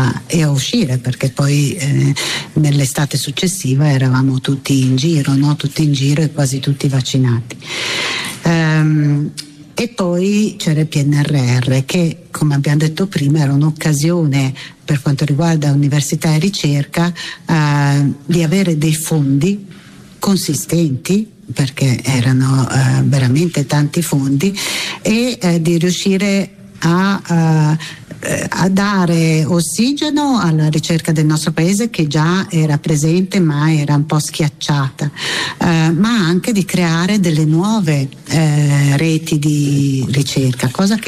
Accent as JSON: {"language": "Italian", "town": "Milan", "region": "Lombardy", "country": "Italy", "said": "l'Istituto Don Gnocchi, che io da milanese conoscevo come milanese"}